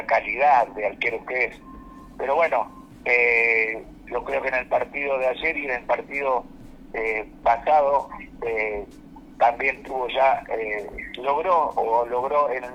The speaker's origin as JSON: {"language": "Spanish", "country": "Argentina", "said": "Ojalá, que como argentino digo que gane Argentina"}